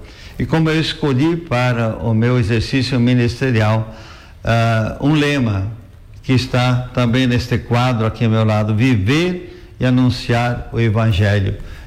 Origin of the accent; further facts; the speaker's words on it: Santa Catarina, Brazil; born there; moved away as an adult; also born or lived in Vitória, Espírito Santo; me transferiu para a diocese de Joaçaba, esta querida diocese onde eu nasci.